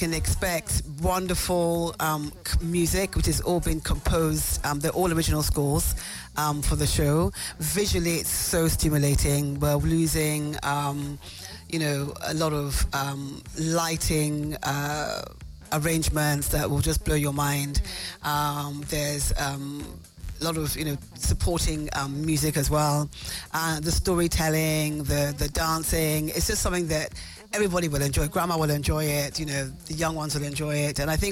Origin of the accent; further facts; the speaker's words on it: Nigeria; being Nigerian is what makes us, behave the way that we behave